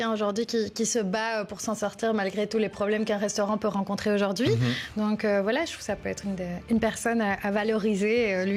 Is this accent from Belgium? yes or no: yes; Brussels, Brussels-Capital Region, Belgium; moi, je suis une fille du Châtelain, quoi. J'ai grandi au Châtelain, je vis toujours au Châtelain, mes bureaux sont au Châtelain. Donc voilà, j'adore. Je trouve que c'est un quartier qui vit, c'est un petit village, tout le monde se connaît.